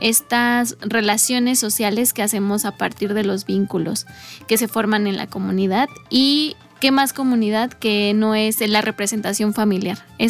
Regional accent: Mexico City, Mexico; moved away as an adult; now in San Luis Potosí, Mexico; Nuestro primer año aquí lo cumplimos aquí en San Luis Potosí, porque nosotros somos originarios de la Ciudad de México.

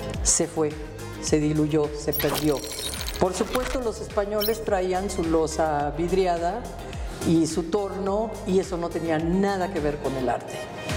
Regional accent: Mexico

